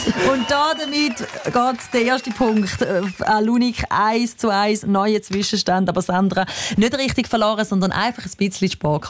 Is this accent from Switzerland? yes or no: yes; Eastern Switzerland, Switzerland; wir Ostschweizer ein bisschen zu schnell sind für euch